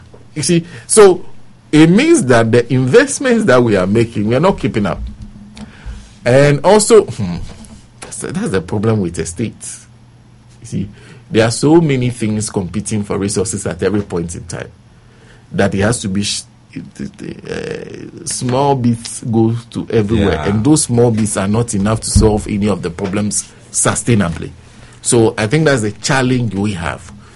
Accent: Sogakope, Volta, Ghana; See, I grew up in Sugarcope.

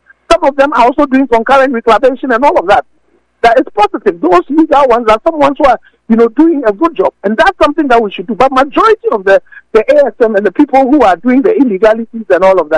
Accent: Ghana; it's about even us as a Ghanaian.

